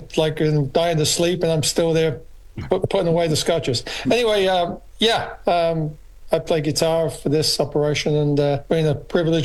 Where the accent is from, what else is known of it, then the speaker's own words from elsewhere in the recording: London, United Kingdom; I mean, I grew up in London, you know, England.